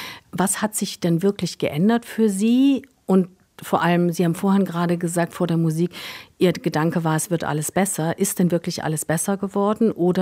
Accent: West Germany, Germany; ich komme aus dem Westen, ich kenne die DDR quasi nur aus Erzählungen und aus einem Schülerbesuch.

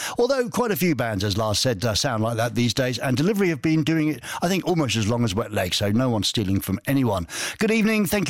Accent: England, United Kingdom; I don't understand German. I'm an Englishman.

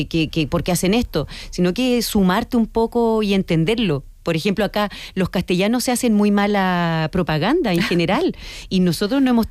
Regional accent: Chile; la verdad que somos muy chilenos

